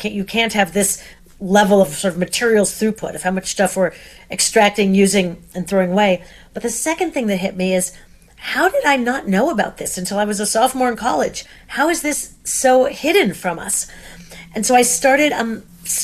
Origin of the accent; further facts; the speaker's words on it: Seattle, Washington, United States; moved away as an adult; I grew up in Seattle, where one of the first cities to have curbside recycling